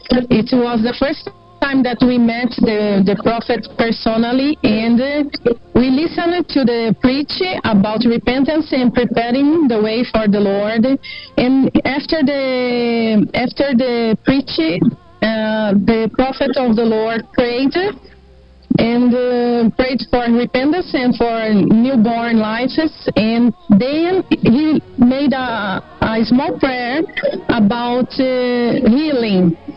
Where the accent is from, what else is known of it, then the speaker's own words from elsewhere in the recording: Iturama, Minas Gerais, Brazil; I'm from Iturama, Minas Gerais.